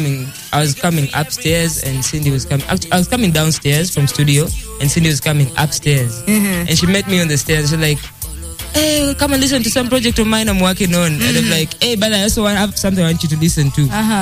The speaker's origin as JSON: {"language": "English", "town": "Jinja", "region": "Eastern Region", "country": "Uganda", "tie": "born or raised there", "said": "I grew up in Jinja, much as I'm a Soga, but I grew up there."}